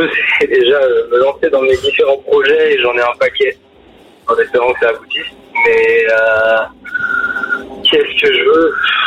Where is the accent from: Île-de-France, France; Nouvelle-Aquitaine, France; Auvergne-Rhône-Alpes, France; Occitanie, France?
Île-de-France, France; Montreuil; Moi je viens de Montreuil, dans le 93 jusqu'à côté de Paris.